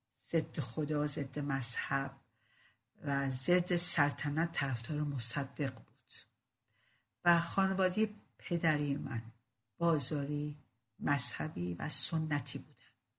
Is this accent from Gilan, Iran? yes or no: yes; Rasht, Gilan, Iran; در یکی از محلات قدیمی رشت به دنیا اومدم، همراه سه برادر و یک خواهر بزرگ شدم.